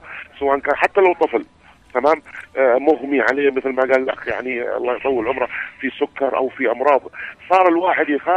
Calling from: Al Mahrah, Yemen; من محافظة المهرة تابعكم.

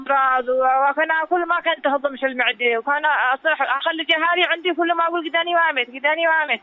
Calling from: Sanaa, Amanat Al Asimah, Yemen; من صنعاء، من هنا من سوق علي محسن.

